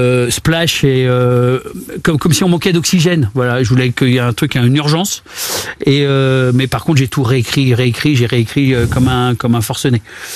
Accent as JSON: {"language": "French", "town": "Bron", "region": "Auvergne-Rhône-Alpes", "country": "France", "tie": "born there", "also_born_or_lived": "Saint-Étienne", "said": "Parce que je suis né à Bron, comme Benzema."}